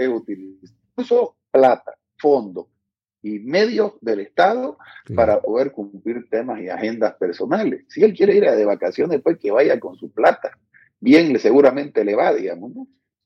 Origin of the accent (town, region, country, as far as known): Bolivia